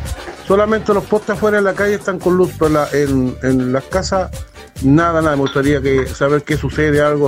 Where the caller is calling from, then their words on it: Chile; Yo soy de Corcovado 1, sector escuela.